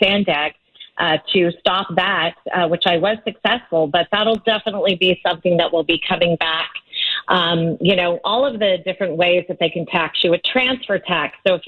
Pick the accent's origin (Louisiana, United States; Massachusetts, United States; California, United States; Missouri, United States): California, United States; El Cajon; also born or lived in Ramona, California; now in San Marcos, United States; I've lived in San Diego County nearly my whole life. I grew up in East County, Ramona and El Cajon. I'm a homegrown girl.